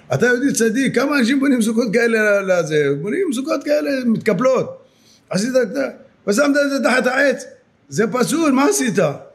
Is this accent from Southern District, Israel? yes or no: no; Jerusalem, Jerusalem District, Israel; כשהיינו קטנים, היינו גרים באיזו שכונה בירושלים, שכונת הבוחרים